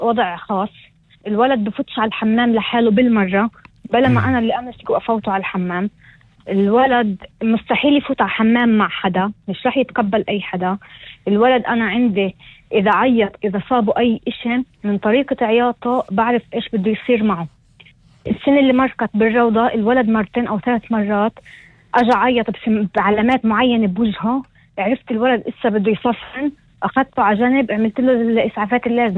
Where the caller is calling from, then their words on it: Shefa-'Amr, Northern District, Israel; أنا من شفا عمر.